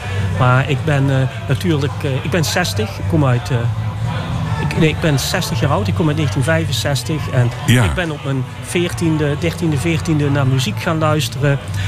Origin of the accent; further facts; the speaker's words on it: Venray, Limburg, Netherlands; Ik kom uit Venray, Noord-Limburg. Dat ligt dicht bij de Duitse grens.